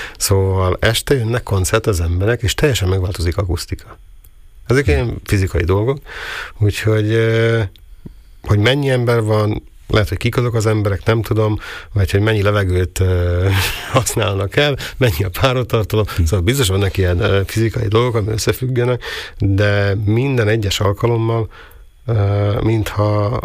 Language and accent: Hungarian; Veľký Meder, Trnava Region, Slovakia; én Nagymegyeren nevelkedtem.